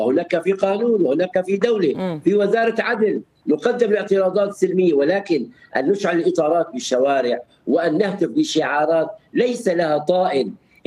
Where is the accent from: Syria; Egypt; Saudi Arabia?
Syria; نحن علينا أولا كسوريين